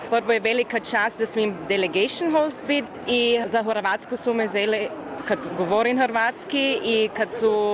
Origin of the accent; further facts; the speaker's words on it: Burgenland, Austria; first language Croatian; Kao gradišćanska Hrvatica mi je velika čast da je moram malo našu manjinu u ovaj veliki šari okvir doprimit i da je malo naš jezik u Europi spredam tako rekuć.